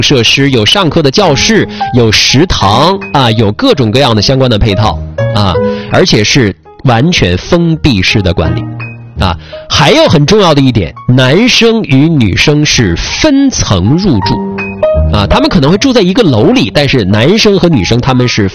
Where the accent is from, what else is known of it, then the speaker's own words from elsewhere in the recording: Jilin, China; 首先这是我们吉林人自己人